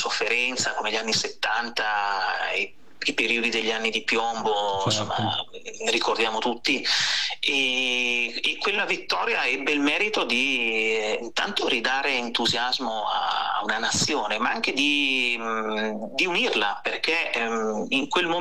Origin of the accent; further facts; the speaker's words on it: Lombardy, Italy; born there; ero nel mio paese dove risiedo, che è un piccolo paese del Mantovano, di Limpenta